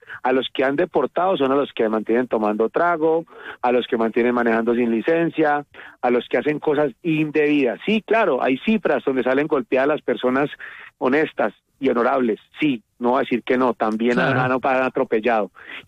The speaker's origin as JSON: {"language": "Spanish", "country": "Colombia", "lives_now": "Round Rock, United States", "said": "soy un restaurante número uno en la ciudad de Round Rock, Texas, donde son puros gringos y nosotros como colombianos, y tengo una bandera en el techo de Colombia"}